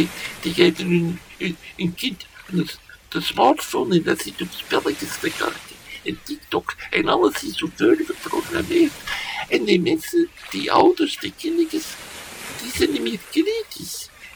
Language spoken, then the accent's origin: Dutch; Belgium; als Belg moet je maar geen slechte frieten serveren.